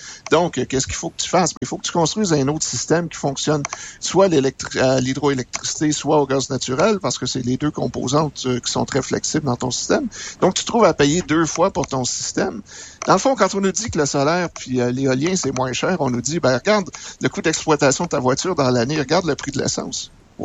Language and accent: French; Quebec, Canada; Ça nous définit en tant que Québécois.